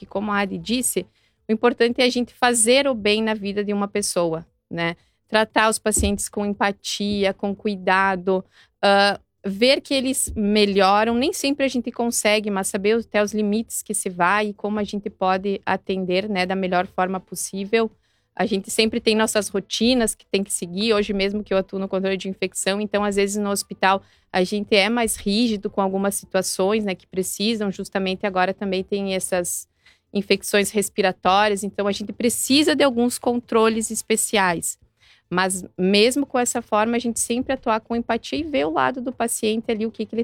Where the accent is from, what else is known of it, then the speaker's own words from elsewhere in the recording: David Canabarro, Rio Grande do Sul, Brazil; moved away as an adult; also born or lived in Pelotas; eu sou natural de Davi Canabarro